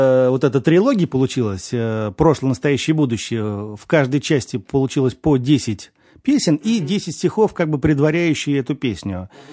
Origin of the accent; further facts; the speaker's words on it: Moscow, Russia; Четыре исполнителя были, вот я был один из Москвы, и три было...